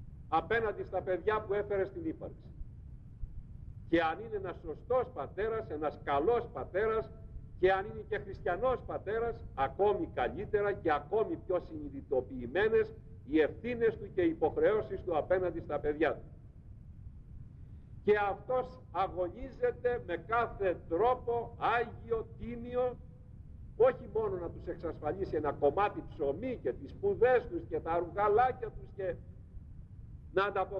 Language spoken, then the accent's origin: Greek; Peloponnese, Greece; moved away; Εκεί κάτω στην Πελοπόννησο, την κάτω Πελοπόννησο, έχουμε και ένα ιδιαίτερο λεξιλόγιο. Ανακατεμένο με λατινικά, με ιταλικά, με ιστορίες.